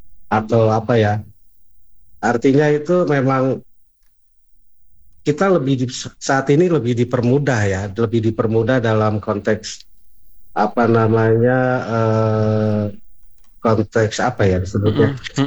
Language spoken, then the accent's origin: Indonesian; Sukabumi, West Java, Indonesia; moved away as an adult; also born or lived in Maluku / Depok; Saya dari kecil itu saya kebetulan tinggal di Jawa Barat ya Bang, di daerah Sukabumi ya sana.